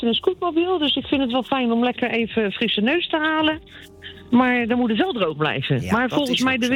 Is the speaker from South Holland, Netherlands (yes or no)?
yes; The Hague, South Holland, Netherlands; moved away as an adult; now in Schiedam, Netherlands; ik ben geboren en getogen Hagenees.